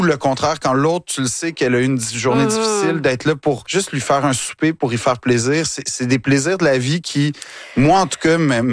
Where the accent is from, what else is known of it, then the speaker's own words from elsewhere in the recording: Quebec, Canada; je réalise à quel point le Québec, c'est ma vie, en fait. Quand je dis que je suis Québécois jusqu'au bout des doigts